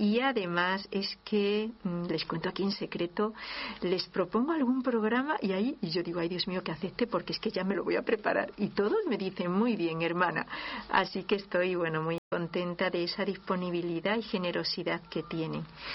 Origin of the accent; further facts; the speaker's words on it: Huelva, Andalusia, Spain; de allí soy yo soy del sur de España, de una provincia que se llama Huelva, pegada a Portugal.